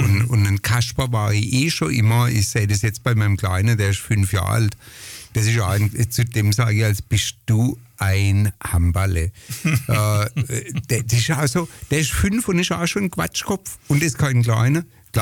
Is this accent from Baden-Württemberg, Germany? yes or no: yes; Pforzheim, Baden-Württemberg, Germany; bin am 20. April 1963 in Pforzheim als zweiter Sohn eines selbstständigen Maler- und Lackierermeisters geboren worden